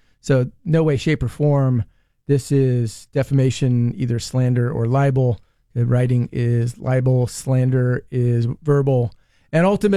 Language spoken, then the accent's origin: English; South Africa; born there; because I was born in South Africa, so I basically celebrate two birthdays